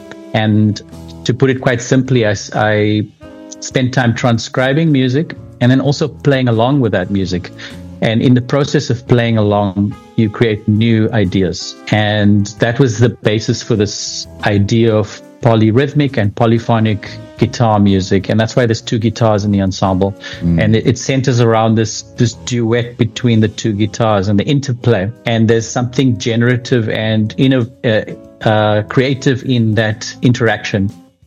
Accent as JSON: {"language": "English", "country": "South Africa", "said": "I've also been trying to sort of figure out what my role is being South African."}